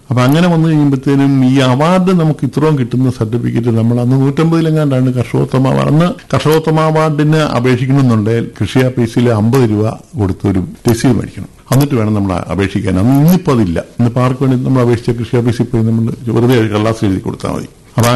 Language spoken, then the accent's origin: Malayalam; Kerala, India